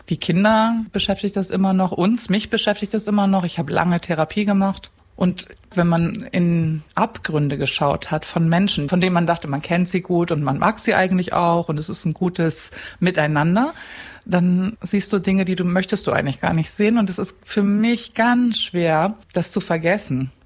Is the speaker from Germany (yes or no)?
yes; Cuxhaven, Lower Saxony, Germany; also born or lived in Hamburg; Ich bin eine Hamburgerin und genau. Und dann in Cuxhaven groß geworden und habe mein Leben lang nur in Westdeutschland gelebt.